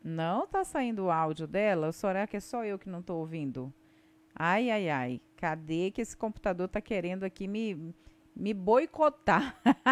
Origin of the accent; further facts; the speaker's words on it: Tabatinga, Amazonas, Brazil; born there; also born or lived in Benjamin Constant / Santo Antônio do Içá; fui primeiro para o Juí, lá em Santo Antônio do Içá, né? Bem novinha, nasci em Tabatinga, fui para o Juí, depois voltei, vim para Benjamin Constant, fiquei em São José até os 9 anos de idade. Aí voltei para a sede, para Tabatinga, então eu sou daqui mesmo.